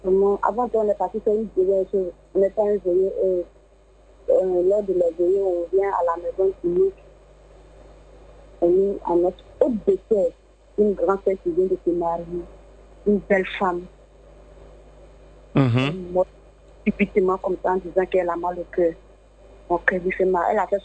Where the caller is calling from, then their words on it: Bondoukou, Zanzan, Côte d’Ivoire; je viens de Bondoukou, précisément Tana, précisément Guiméré.